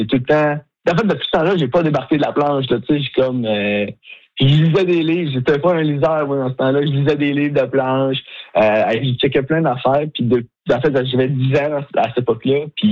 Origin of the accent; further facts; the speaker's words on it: Quebec, Canada; Puis comme je viens de mettons du Québec et tout, puis comme on me connaît pas tant en fait.